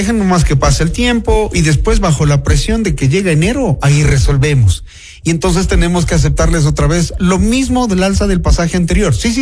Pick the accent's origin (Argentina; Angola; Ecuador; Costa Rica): Ecuador; Quito, Pichincha